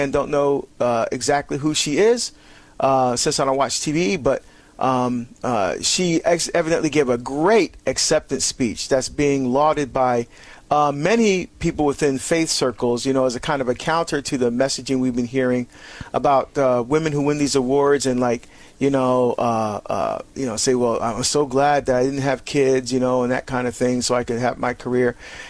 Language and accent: English; Barbados; And, you know, we're from Barbados. That's where I was born.